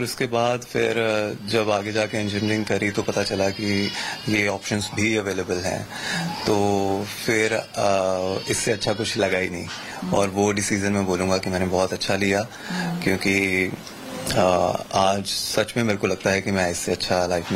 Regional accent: Ferozepur, Punjab, India; moved away as an adult; मैं फिरोजपुर से बिलोंग करता हूँ, मेरा स्कूलिंग फिरोजपुर से ही है। उसके बाद मैंने सिविल इंजीनियरिंग करी, वो चंडीगढ़ से करी

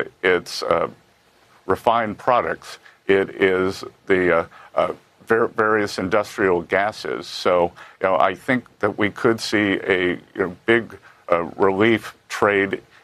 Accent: Charleston, South Carolina, United States; my hometown, Charleston, South Carolina

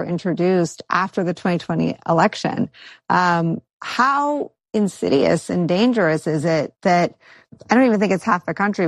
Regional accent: the Bay Area, California, United States; now in New York, United States; I'm from the Bay Area, so I'm a Steph Curry fan. But I live in New York

